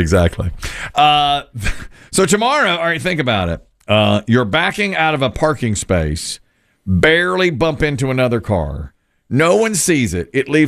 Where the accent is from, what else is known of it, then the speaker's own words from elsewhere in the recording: Asheboro, North Carolina, United States; my hometown of Ashburn, Randolph County.